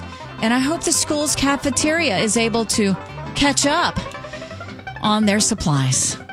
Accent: Florida, United States; now in San Diego, United States; Hey, it's … I am a proud San Diegan. I've been here most of my life now, but I grew up in Florida.

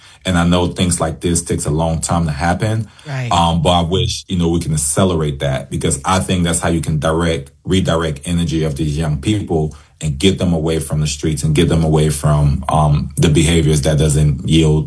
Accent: Detroit, Michigan, United States; I remember when I was growing up in Detroit, we didn't turn to guns, right?

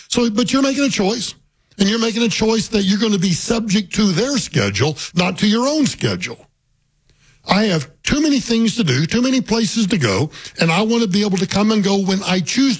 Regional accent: Oklahoma, United States; now in Colorado, United States; where I grew up in Oklahoma.

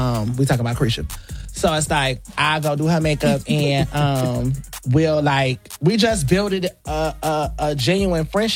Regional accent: Florida, United States; it reminded me of growing up in Florida, though. Like, even being... That's when I was a little boy.

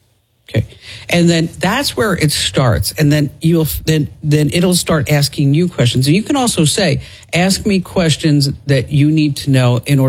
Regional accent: New Jersey, United States; And I said, listen, I'm from New Jersey. I can handle this.

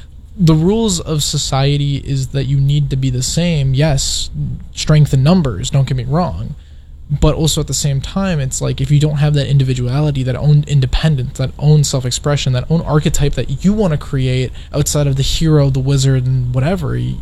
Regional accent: Wheaton, Illinois, United States; I grew up in Wheaton / Bensonville, Wooddale area. Wheaton is very copy and paste. You have the same four different people everywhere you look

